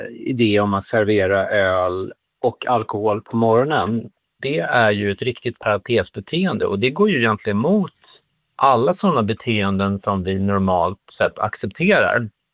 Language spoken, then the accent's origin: Swedish; Sweden; Och det är någonting som vi svenskar uppfattar som normbrytande.